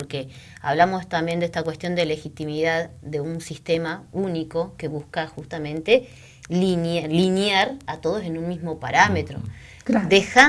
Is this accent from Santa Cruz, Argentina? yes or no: yes; Río Turbio, Santa Cruz, Argentina; born there; nací en Río Turbio, pero mis papás son de Salta.